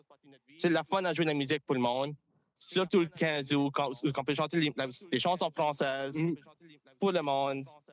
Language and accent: French; Acadia, Canada; now in Saint John, Canada; L'Acadie pour moi, c'est la fierté d'être acadien, de célébrer qu'on est encore ici, qu'on est français. Et on parle encore la langue.